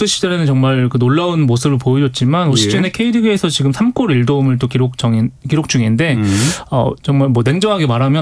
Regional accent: North Korea; 그 북한 그 내 고향 선수단은 좀 웃지 않고 앞만 보면서 1분 만에 공항을 빠져나갔습니다.

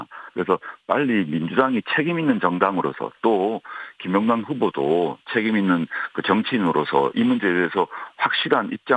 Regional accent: Busan, South Korea; moved away; 제 고향이 부산인데

